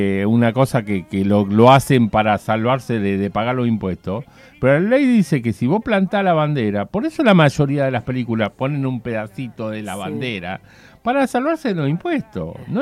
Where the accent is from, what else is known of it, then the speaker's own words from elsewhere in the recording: Argentina; Esa canción que nos identifica para todos los argentinos